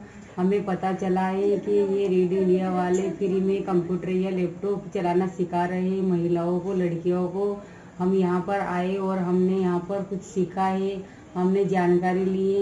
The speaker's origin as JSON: {"language": "Hindi", "town": "Parania", "region": "Rajasthan", "country": "India", "said": "मैं गांव परानिया की रहने वाली हूँ और मैं कक्षा 12वीं तक पढ़ी हुई हूँ।"}